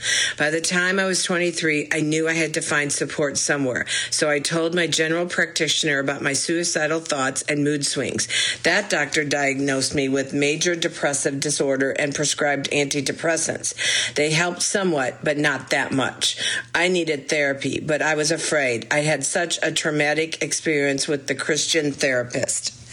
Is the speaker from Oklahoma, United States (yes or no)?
no; Columbia, Missouri, United States; born or raised there